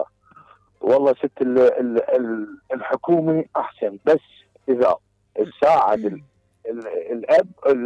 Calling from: Baghdad, Baghdad Governorate, Iraq; من بغداد.

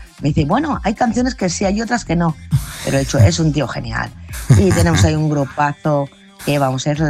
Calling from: Salamanca, Castile and León, Spain; Es un rapero salmantino de aquí de mi tierra, que yo mi tierra la llevo por bandera

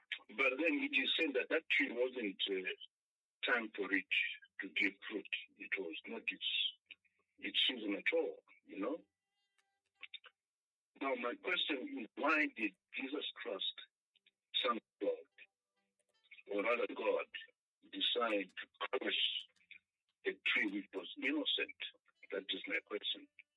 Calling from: Ndola, Copperbelt, Zambia; I'm calling from Ndola.

